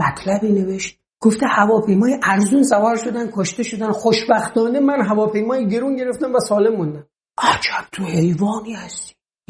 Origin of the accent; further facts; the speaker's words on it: Gilan, Iran; بچه گیلانم